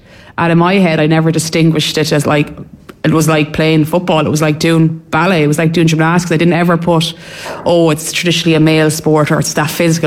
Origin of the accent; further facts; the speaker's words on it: Ballymoyler, Leinster, Ireland; now in Killeshan, Ireland; I'm from Ballymoyler, so went to school in Killeen. I'm now living in Killeshan, so I didn't venture too far.